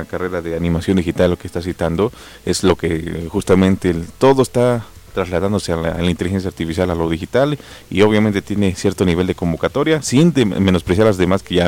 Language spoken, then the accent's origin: Spanish; Mexico